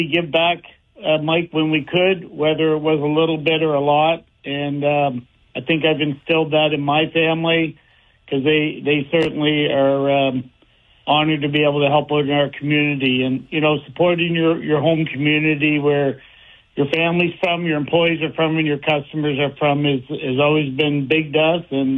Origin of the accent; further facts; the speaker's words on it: Halifax, Nova Scotia, Canada; now in Kitchener, Canada; Well, I'm from Halifax, and when I get transferred up to Kitchener, every time I went home, I had to bring stuff back for people.